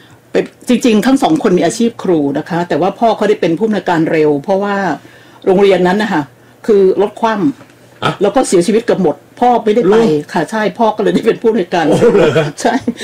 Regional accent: Chumphon, Thailand; born there; first language Central Thai; also born or lived in Sawi / Lang Suan; เกิดที่ชุมพรฮะเกิดที่บ้านนะฮะแต่ก่อนไม่ได้เกิดที่โรงพยาบาล

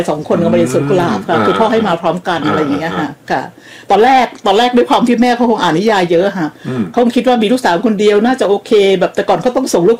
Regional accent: Chumphon, Thailand; born there; first language Central Thai; also born or lived in Sawi / Lang Suan; เกิดที่ชุมพรฮะเกิดที่บ้านนะฮะแต่ก่อนไม่ได้เกิดที่โรงพยาบาล

